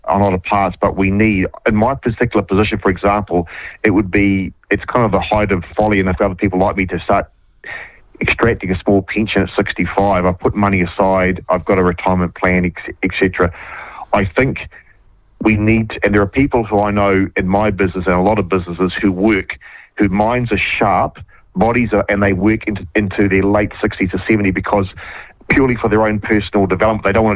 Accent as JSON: {"language": "English", "region": "Waikato", "country": "New Zealand"}